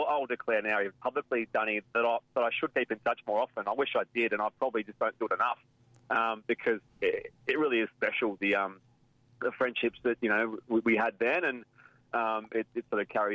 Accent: Perth, Western Australia, Australia; moved away; growing up in Bibra Lake, and I had no rugby league interest around that time

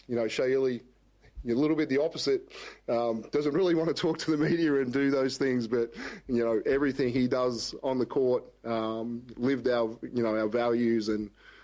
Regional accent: Melbourne, Victoria, Australia; born there; to get back to my home state and my home team. And when I say my home team, before the Melbourne, being the Melbourne Tigers before and being a junior coming up through the Melbourne Tigers

